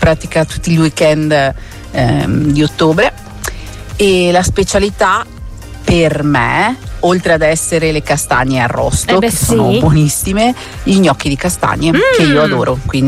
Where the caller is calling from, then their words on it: Pederobba, Veneto, Italy; nel mio paese Pederobba